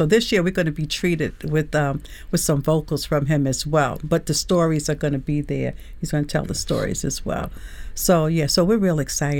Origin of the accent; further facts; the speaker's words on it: Brooklyn, New York, United States; growing up in Brooklyn, New York, I did not celebrate Juneteenth.